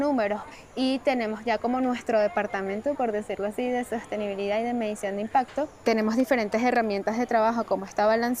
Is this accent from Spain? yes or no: no; Venezuela; que la gente entendiera también como venezolanos la problemática de los residuos textiles.